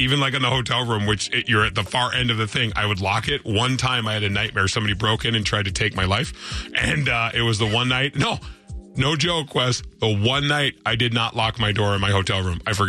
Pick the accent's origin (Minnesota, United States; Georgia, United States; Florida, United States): Minnesota, United States; Saint Paul; That's growing up in St. Paul